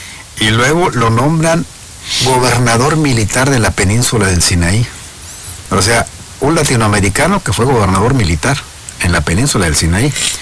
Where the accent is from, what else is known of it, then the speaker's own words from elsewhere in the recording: Mexico; somos los mexicanos